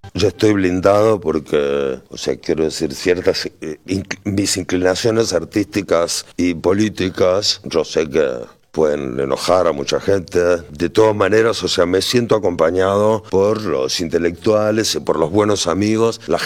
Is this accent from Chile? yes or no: no; Argentina; also born or lived in Spain; yo soy argentino, pero también soy español y estoy muy orgulloso de ser español también.